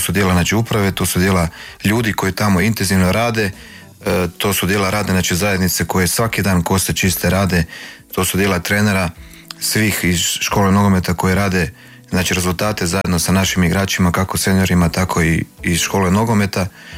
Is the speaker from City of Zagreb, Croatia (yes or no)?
yes; Zagreb, City of Zagreb, Croatia; mi tamo svi inače Rudišani smo ponosni